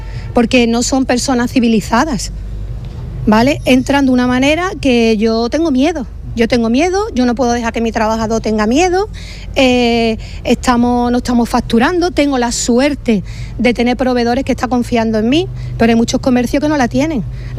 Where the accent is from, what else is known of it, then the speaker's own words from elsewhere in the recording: Spain; No podemos seguir así, somos españoles, por favor.